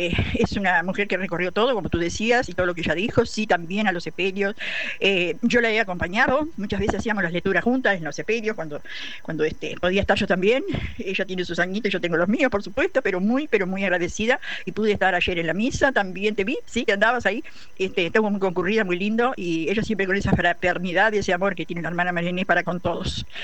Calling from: Colonia, Uruguay; de Tel Canela

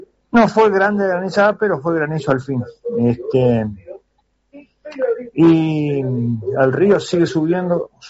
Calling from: San Gregorio de Polanco, Tacuarembó, Uruguay

